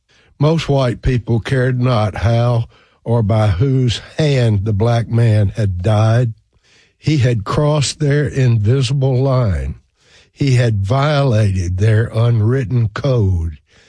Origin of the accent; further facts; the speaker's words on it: Alamo, Tennessee, United States; my hometown of Alamo.